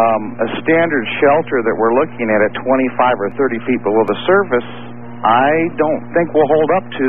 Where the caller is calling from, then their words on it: Iowa, United States; I am in Iowa.